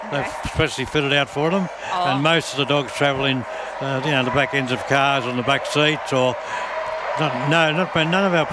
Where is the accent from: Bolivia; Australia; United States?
Australia; Kiama, New South Wales; I've lived there for 87 years.